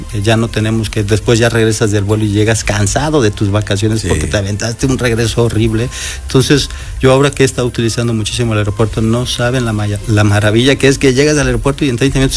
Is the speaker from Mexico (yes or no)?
yes; Puebla, Mexico; es un tema coyuntural y pues como poblanos tenemos que sumarnos, ¿no?